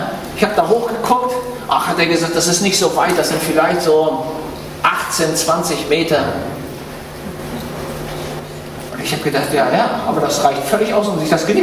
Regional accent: Schleswig-Holstein, Germany; ich bin ja in Schleswig-Holstein aufgewachsen, was man immer noch an der Stimme hört und auch am Slang.

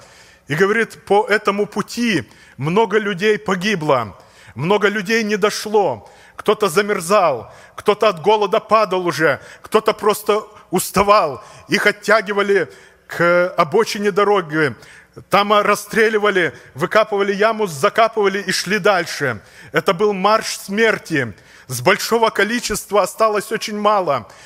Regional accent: Tashkent Region, Uzbekistan; Я родился в Узбекистане, недалеко от Ташкента.

